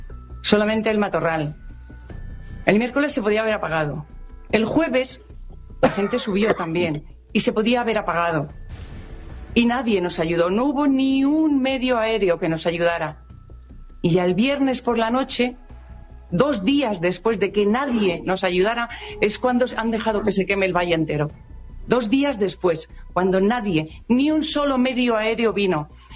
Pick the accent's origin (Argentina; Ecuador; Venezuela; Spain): Spain; Casavieja, Castile and León; soy de Casa Vieja